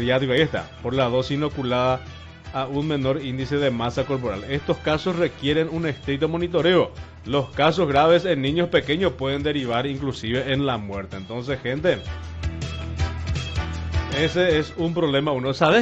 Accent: Pedro Juan Caballero, Amambay, Paraguay; Nosotros le decimos acá en la frontera el verde

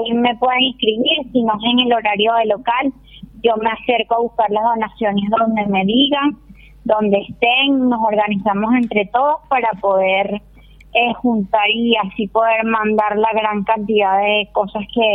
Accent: Barquisimeto, Lara, Venezuela; now in Paraguay; yo no soy de Caracas, soy de una ciudad del interior que es como decir Ciudad del Este, Asunción. Mi ciudad se llama Barquisimeto y estamos a 5 horas de Caracas

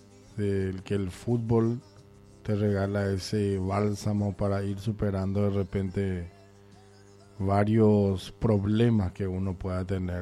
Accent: Paraguay

